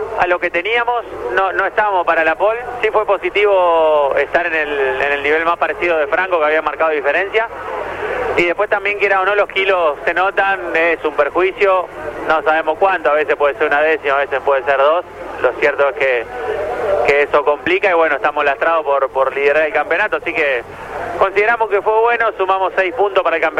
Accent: Argentina

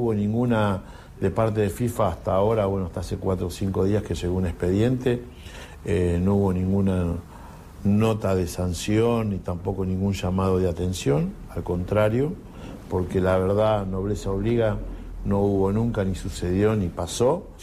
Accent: Argentina; Porque somos argentinos. Y porque estamos orgullosos.

